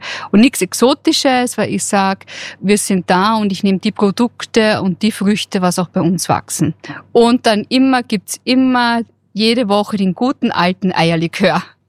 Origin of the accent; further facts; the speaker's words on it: Vienna, Austria; now in Gramais, Austria; Also ich komme ursprünglich aus Wien, also die größte Gemeinde Österreichs, und bin quasi der Liebe wegen in die kleinste Gemeinde Österreichs gelandet.